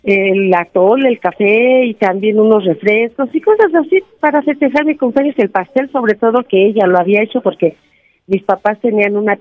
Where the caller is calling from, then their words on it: Nicolás Romero, State of Mexico, Mexico; de aquí, de Nicolás Romero.